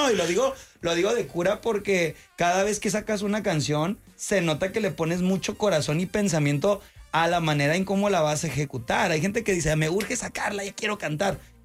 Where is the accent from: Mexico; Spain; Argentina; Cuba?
Mexico; Tijuana, Baja California; cuando somos aquí de TJ